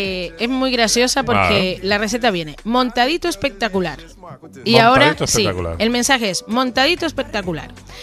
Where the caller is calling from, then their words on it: Valle de Guerra, Canary Islands, Spain; de Valleguerra.